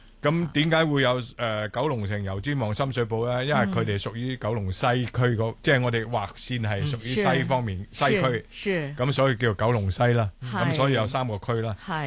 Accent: Guangdong, China; 有啲創意繼續發揚我哋潮州人嘅文化咁嘅意思，由青年去發展。

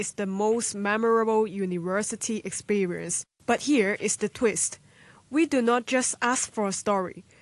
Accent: Hong Kong; also born or lived in United Kingdom; I was born and raised in Hong Kong, but I also studied abroad in the UK for a while.

